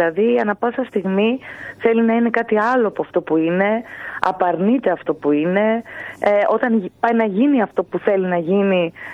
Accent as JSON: {"language": "Greek", "country": "Greece", "said": "αισθάνομαι περήφανη που είμαι Ελληνίδα."}